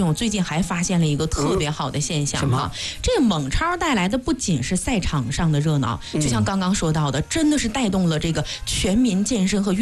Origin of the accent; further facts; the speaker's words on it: Manzhouli, Inner Mongolia, China; 我的家乡。